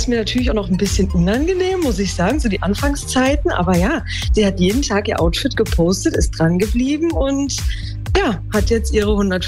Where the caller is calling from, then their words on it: Solingen, North Rhine-Westphalia, Germany; Ich komme aus Solingen